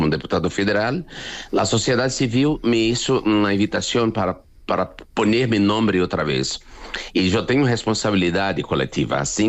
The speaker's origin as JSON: {"language": "Spanish", "country": "Brazil", "second_language": "Spanish", "said": "seguir en mi país, porque es aquí que quiero seguir, es aquí donde tengo mi madre, mis hermanos, mis amigos, la universidad, mi literatura, mis artes. Quiero vivir en Brasil."}